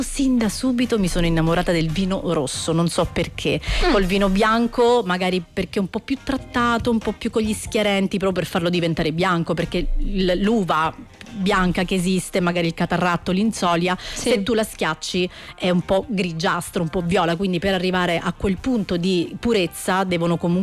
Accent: Marsala, Sicily, Italy; sono nata a Marsala. Marsala è proprio la città del vino e ci sono tantissime cantine.

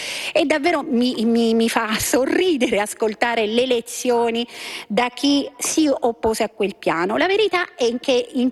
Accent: Abruzzo, Italy; io sono abruzzese, in terra d'Abruzzo la Corte dei Conti certifica una mala gestione di questi fondi del PNRR

